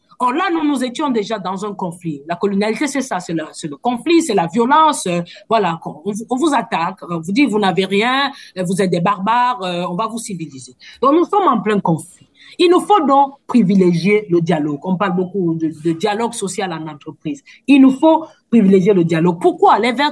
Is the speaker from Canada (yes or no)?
no; Cameroon; j'ai été dans le bureau de ce qu'on appelle chez nous au Cameroun le BENSINET